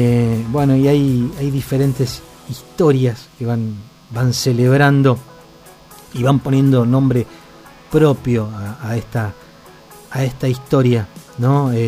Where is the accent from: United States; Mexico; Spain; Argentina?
Argentina; todos nosotros como argentinos